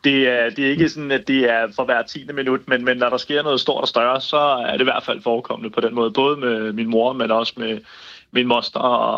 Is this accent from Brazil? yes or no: yes; Brazil; Fordi at vi som brasilianer altid tænker på, at vi starter jo først fodbold, når VM går i gang.